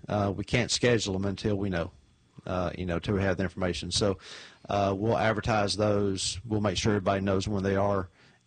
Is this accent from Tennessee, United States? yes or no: yes; Nashville, Tennessee, United States; you and I grew up around Nashville